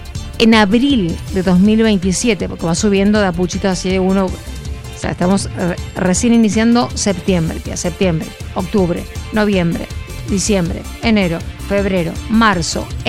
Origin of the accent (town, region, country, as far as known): Argentina